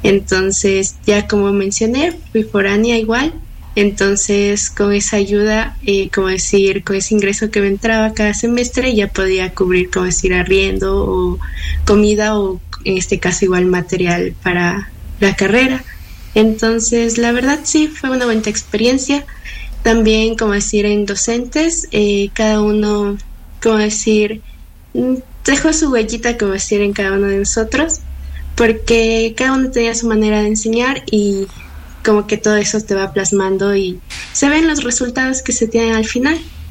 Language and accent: Spanish; Sigchos, Cotopaxi, Ecuador; moved away as an adult; Yo soy del Cantón Sichos.